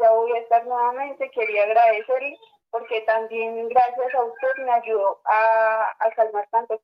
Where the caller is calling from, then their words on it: Soacha, Cundinamarca, Colombia; Yo lo llamo desde Soacha Compartir